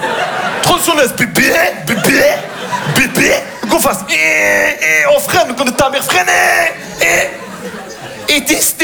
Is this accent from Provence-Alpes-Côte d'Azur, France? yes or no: yes; Marseille, Provence-Alpes-Côte d'Azur, France; Et évidemment, il n'est pas attaché, parce que chez nous, à Marseille, la ceinture, ça ne sert à rien.